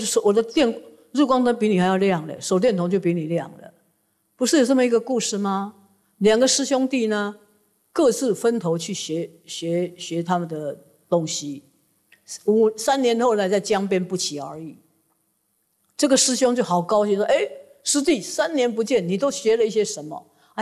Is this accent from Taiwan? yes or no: yes; Taiwan